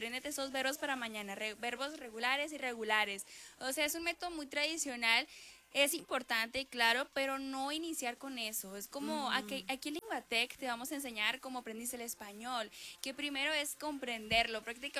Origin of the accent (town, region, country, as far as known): Mexico